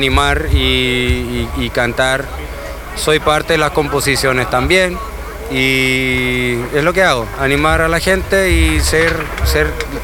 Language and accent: Spanish; Amsterdam, North Holland, Netherlands; moved away; Yo soy de Ámsterdam, nacido en el 90. Mi mamá es holandesa y mi papá es chileno.